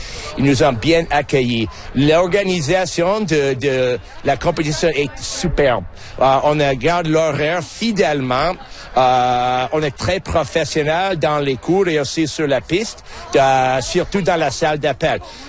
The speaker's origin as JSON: {"language": "French", "region": "Ontario", "country": "Canada", "said": "chez nous, en Ontario"}